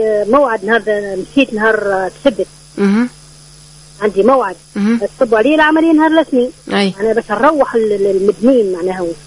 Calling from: Tunisia; من بن خفيف

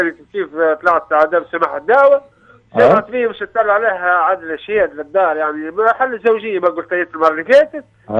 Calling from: El Kef, Kef Governorate, Tunisia; من الكيف.

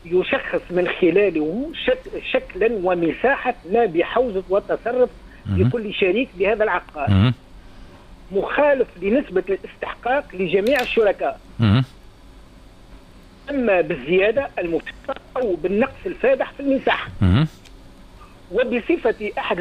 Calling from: Hammamet, Nabeul Governorate, Tunisia; من الحمامات

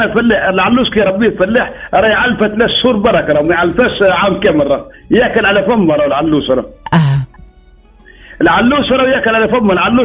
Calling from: Tunisia; عندنا في تونس

